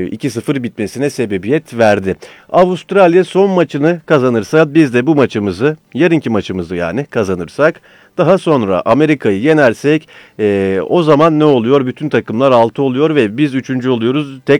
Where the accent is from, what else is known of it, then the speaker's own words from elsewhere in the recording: Akçaabat, Trabzon, Turkey; Ben de Akçabatlıyım.